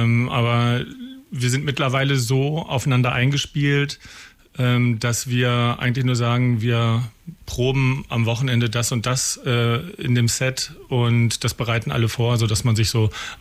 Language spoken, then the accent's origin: German; Lower Saxony, Germany; also born or lived in Essen; now in Hanover, Germany; 2009 kam ich aus Essen damals wieder zurück. Zurück deswegen, weil ich hier in Hannover, im wunderschönen Hannover studiert habe und hier einfach meine Heimat ist. Als Niedersachse ist man ja sturmfest und erdverwachsen und kommt natürlich wieder zurück.